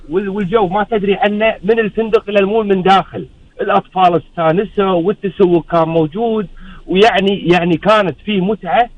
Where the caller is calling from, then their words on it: Kuwait; الفنادق الكويتيه اللي موجوده هنا في الدوله